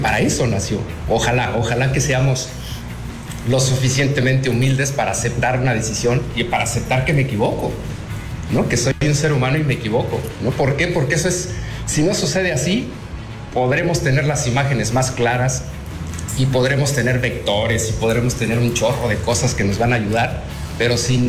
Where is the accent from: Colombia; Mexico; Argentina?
Mexico; now in Guatemala; Yo soy mexicano, ¿no? Yo soy mexicano.